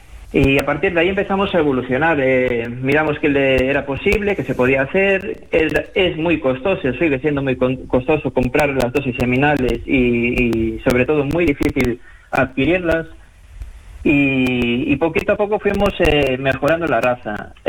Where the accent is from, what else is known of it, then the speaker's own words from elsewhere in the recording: Spain; fui durante muchísimos años el único español que había allí